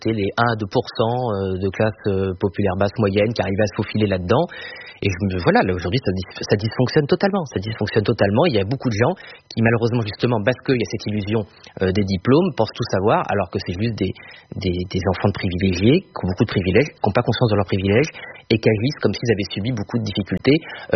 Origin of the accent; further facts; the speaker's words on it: Brittany, France; moi, je suis breton, je suis superstitieux